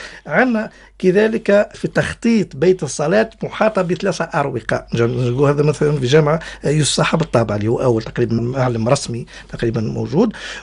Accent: Kairouan, Kairouan Governorate, Tunisia; كما عندنا في القيروان 3 أبراج متراكبة

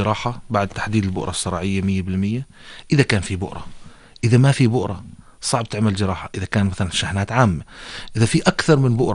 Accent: Jordan; عندنا في الأردن

